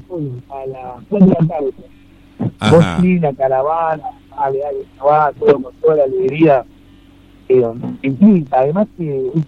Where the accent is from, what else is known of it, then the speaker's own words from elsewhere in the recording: Caracas, Capital District, Venezuela; somos orgullosamente caraqueños y es como más que la ciudad de donde nos formamos